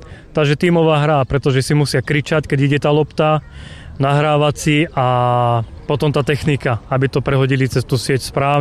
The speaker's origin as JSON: {"language": "Slovak", "town": "Poltár", "region": "Banská Bystrica Region", "country": "Slovakia", "said": "som z Poltára a som organizátor Nohejbalu, čo dneska sa hrá."}